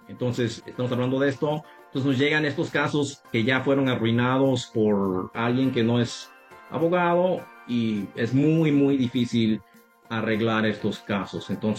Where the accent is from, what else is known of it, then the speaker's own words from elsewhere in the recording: Mexico; now in North Carolina, United States; como yo soy de México